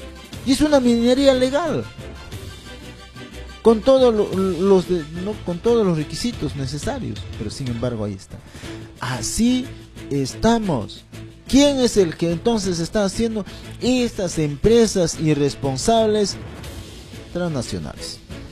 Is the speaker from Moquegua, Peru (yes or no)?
no; Tambillo, Junín, Peru; now in San Ramón, Peru; Este río que viene de mi pueblo tan querido, añorado, Tambillo